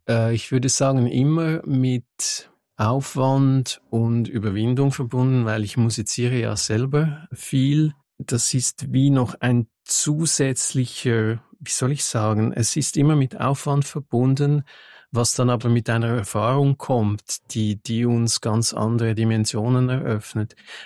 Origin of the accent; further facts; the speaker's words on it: Lausanne, Vaud, Switzerland; first language French; German is a second language; Ich bin aus Lausanne, ich bin französisch aufgewachsen.